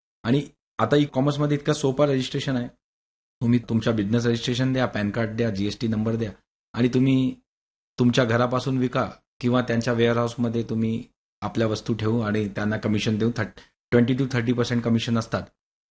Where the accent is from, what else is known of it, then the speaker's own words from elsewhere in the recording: Varanasi, Uttar Pradesh, India; आमच्या गाव काशीमध्ये आहे